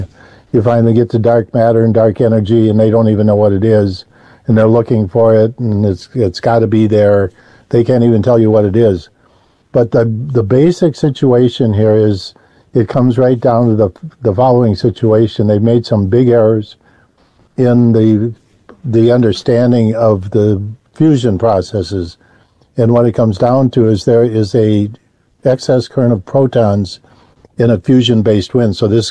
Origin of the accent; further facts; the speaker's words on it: Ireland; I'm Irish, you know, grew up a Catholic.